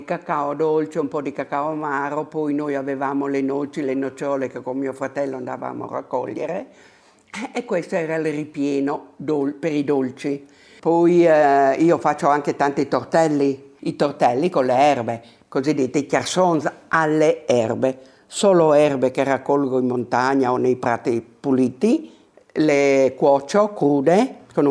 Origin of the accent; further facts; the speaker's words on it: Friuli-Venezia Giulia, Italy; Io vengo dalla Carnia, dove ci sono delle tradizioni.